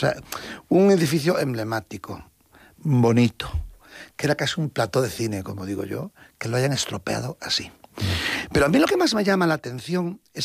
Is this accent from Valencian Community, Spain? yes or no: no; A Coruña, Galicia, Spain; Como español, como gallego y como coruñés